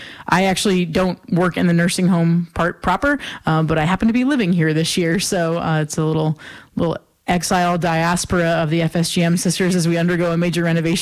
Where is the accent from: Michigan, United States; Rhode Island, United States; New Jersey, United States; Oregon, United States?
Rhode Island, United States; Pawtucket; moved away as an adult; also born or lived in Ohio; I grew up in Rhode Island, Pawtucket, Rhode Island, former home of the Pawtucket Red Sox.